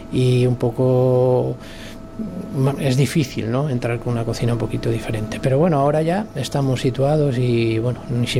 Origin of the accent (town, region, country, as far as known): Mondoñedo, Galicia, Spain; also born or lived in Santiago de Compostela